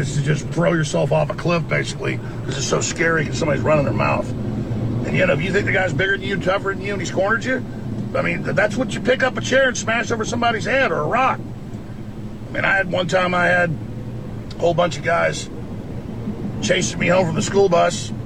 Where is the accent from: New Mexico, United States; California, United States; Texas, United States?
Texas, United States; Dallas; I grew up in Dallas, and I mean, it made me the man I am that I was racially attacked.